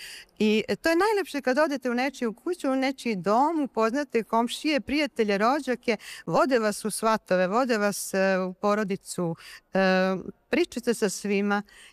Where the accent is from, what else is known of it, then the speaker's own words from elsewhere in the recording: Sombor, Vojvodina, Serbia; dolazim iz Sombora.